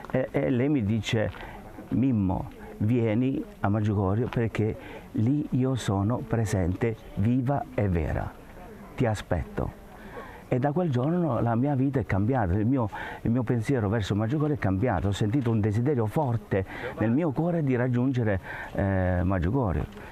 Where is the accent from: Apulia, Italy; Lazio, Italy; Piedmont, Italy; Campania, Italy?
Apulia, Italy; Castellana Grotte; vengo dall'Italia, il mio paese di origine è Castellana Grotta in provincia di Bari, Puglia. Vivo in un santuario mariano che si chiama Santuario Madonna della Vetrana